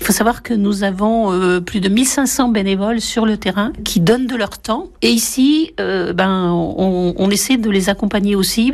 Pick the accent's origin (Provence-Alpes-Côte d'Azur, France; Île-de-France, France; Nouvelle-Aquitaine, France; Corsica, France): Nouvelle-Aquitaine, France; Bordeaux; je suis bordelaise